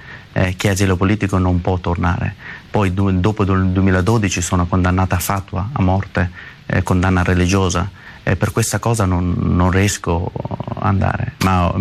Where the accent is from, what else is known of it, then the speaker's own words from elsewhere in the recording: Afghanistan; Italian is a second language; now in Italy; Io e la mia terra, dopo 79 fino adesso, abbiamo perso 3 milioni di umani in Afghanistan